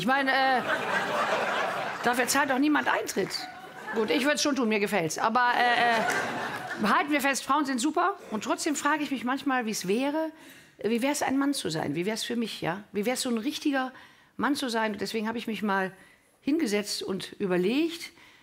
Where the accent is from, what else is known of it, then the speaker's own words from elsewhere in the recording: Cologne, North Rhine-Westphalia, Germany; Ich komme aus Köln.